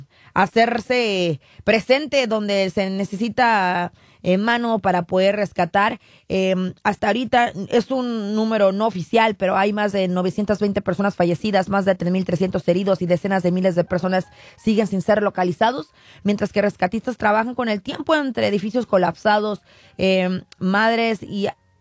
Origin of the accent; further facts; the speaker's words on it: San Diego, California, United States; moved away; como yo vengo de San Diego también